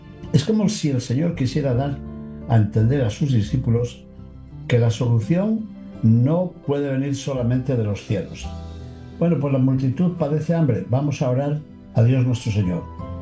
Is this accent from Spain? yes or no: yes; Castile and León, Spain; moved away; cecina de mi tierra de León